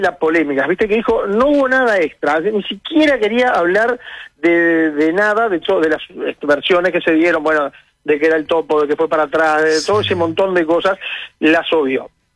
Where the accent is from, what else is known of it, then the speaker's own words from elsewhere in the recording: Uruguay; somos bravos los uruguayos